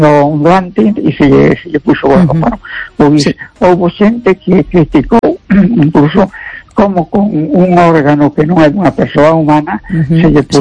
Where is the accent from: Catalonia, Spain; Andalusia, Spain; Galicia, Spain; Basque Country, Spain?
Galicia, Spain; Ferrol; born there